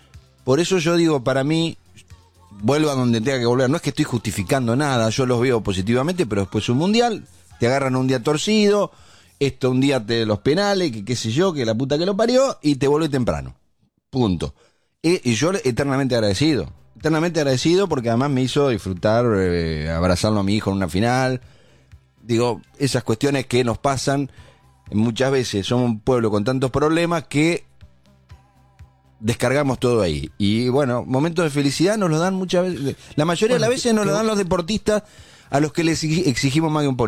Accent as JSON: {"language": "Spanish", "country": "Argentina"}